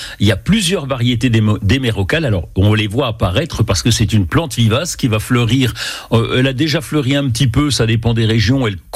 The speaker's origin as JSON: {"language": "French", "region": "Bourgogne-Franche-Comté", "country": "France", "said": "chez nous, en Franche-Comté"}